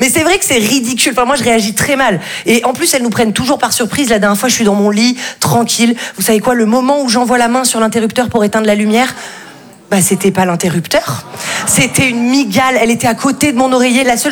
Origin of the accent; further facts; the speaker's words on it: Valdeblore, Provence-Alpes-Côte d'Azur, France; moi je viens d'un tout petit village qui s'appelle Val-de-Blore.